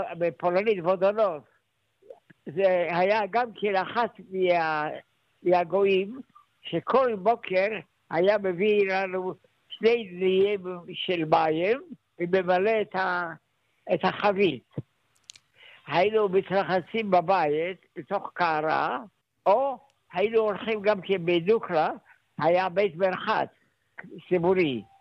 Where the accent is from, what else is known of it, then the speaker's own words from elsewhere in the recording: Poland; now in Israel; פולין לא הייתה, לא אהבה יותר מדי את היהודים. ולכן אנחנו הרגשנו את העוינות של האוכלוסייה הפולנית אלינו.